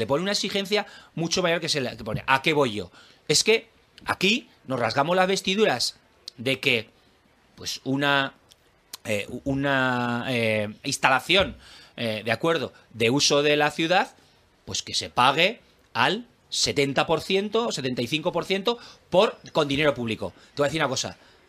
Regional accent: Zaragoza, Aragon, Spain; como zaragozano, como aragonés y como zaragocista

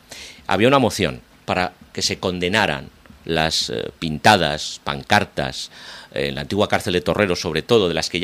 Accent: Zaragoza, Aragon, Spain; todos somos zaragozanos, aragoneses y españoles.

